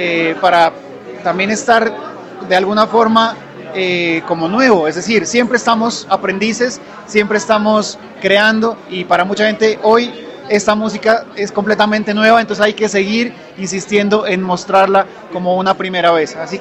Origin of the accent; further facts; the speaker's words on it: Pasto, Nariño, Colombia; en mi caso, que vengo de Pasto